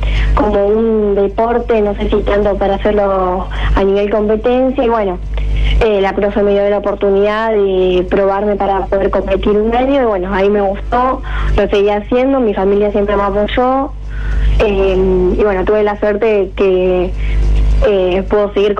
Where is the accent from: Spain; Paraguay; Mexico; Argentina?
Argentina; Arequito, Santa Fe; yo soy de Arequito, tengo 16 años